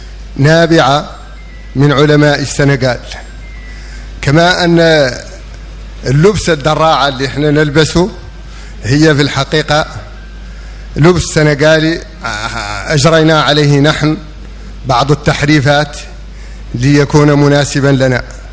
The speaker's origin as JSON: {"language": "Arabic", "country": "Mauritania"}